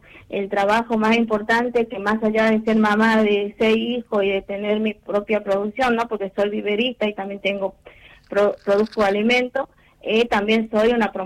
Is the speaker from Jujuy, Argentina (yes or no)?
yes; Puerto Viejo, Jujuy, Argentina; moved away; Sí, soy de Jujuy, de un pueblo muy chiquito que se llama Puerto Viejo.